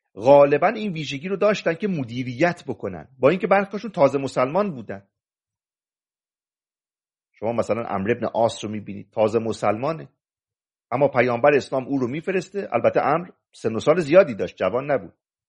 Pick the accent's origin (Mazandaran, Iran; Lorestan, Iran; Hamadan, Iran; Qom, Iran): Mazandaran, Iran